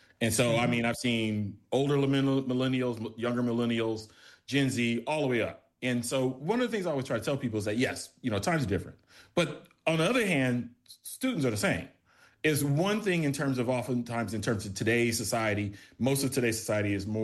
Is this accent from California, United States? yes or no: yes; Inglewood, California, United States; growing up in Inglewood, California.